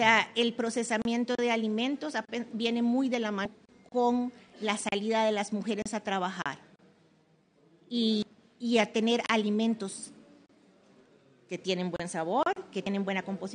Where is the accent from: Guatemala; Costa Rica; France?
Costa Rica; En mi país tiembla mucho, aquí tiembla mucho.